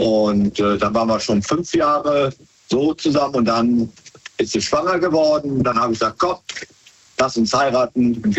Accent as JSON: {"language": "German", "town": "Wesseling", "region": "North Rhine-Westphalia", "country": "Germany", "said": "Aus Wesseling."}